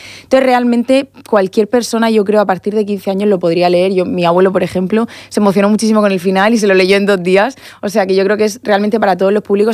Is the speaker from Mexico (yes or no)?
no; Region of Murcia, Spain; como yo soy aquí de Murcia